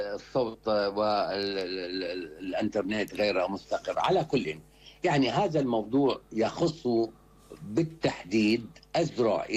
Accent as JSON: {"language": "Arabic", "country": "Syria", "said": "بالنسبة لنا نحن كسوريين"}